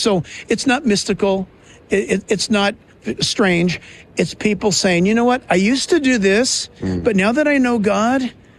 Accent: California, United States

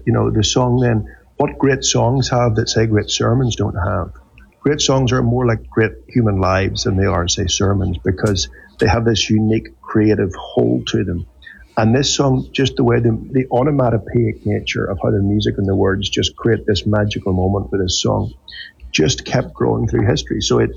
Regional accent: Northern Ireland, United Kingdom; Well, we did. Actually, my background is Northern Irish Plymouth Brethren

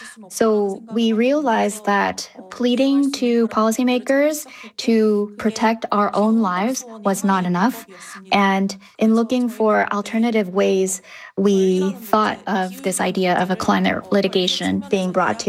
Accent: Seoul, South Korea; born or raised there

